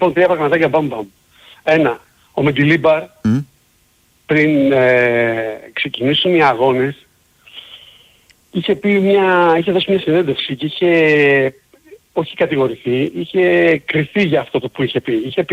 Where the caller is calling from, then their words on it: Bristol, South West England, United Kingdom; Έλα, Μανώλη … από τον Μπρίστο.